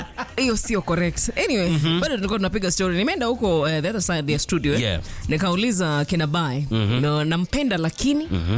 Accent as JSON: {"language": "Swahili", "country": "Kenya", "said": "sisi ni wa Kenya"}